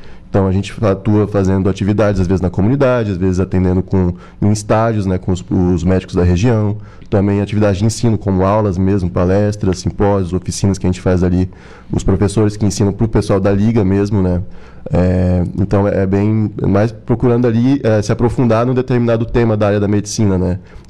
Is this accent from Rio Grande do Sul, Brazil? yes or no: no; Porto Velho, Rondônia, Brazil; moved away as an adult; now in Araranguá, Brazil; Sou de Porto Velho, Rondônia.